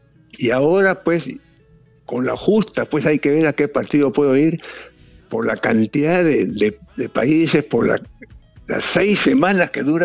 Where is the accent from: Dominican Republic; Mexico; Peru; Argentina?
Peru; Y le digo, señor Cruz, ¿cómo está? Permítame una foto, yo soy del Perú.